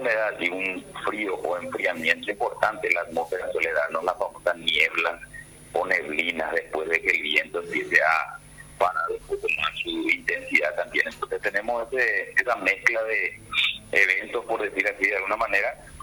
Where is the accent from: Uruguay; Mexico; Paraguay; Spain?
Paraguay; Como paraguayo, en todo caso, para ir a festejar después en los lugares de festejo